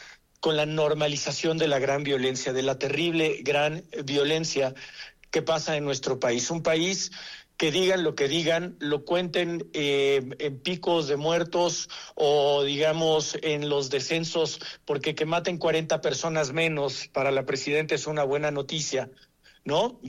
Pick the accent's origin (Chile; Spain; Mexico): Mexico